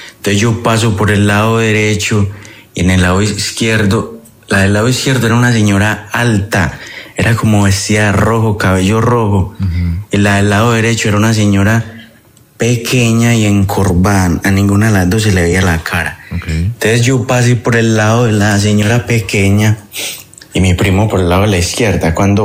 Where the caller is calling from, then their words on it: Itagüí, Antioquia, Colombia; Yo me comunico desde Medellín, desde Itagüí.